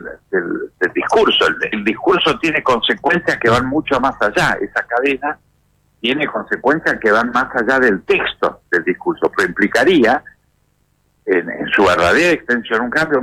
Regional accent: Argentina

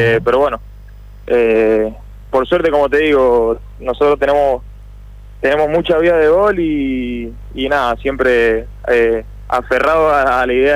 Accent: Mendoza, Argentina; moved away; No, yo a Kimberley le debo muchísimo. Primero porque yo vine de Mendoza.

